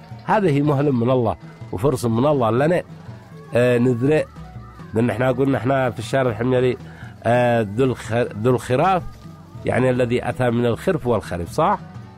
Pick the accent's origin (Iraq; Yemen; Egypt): Yemen; Tihama